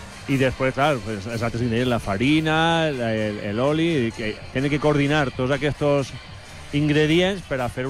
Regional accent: Santa Pola, Valencian Community, Spain; Jo soc de Santa Pola i un horrorós.

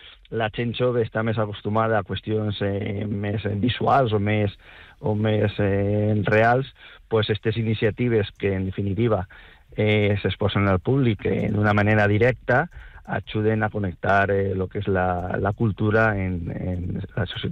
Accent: Valencian Community, Spain; va ser l'inici del que som ara com a poble i com a ciutadans valencians.

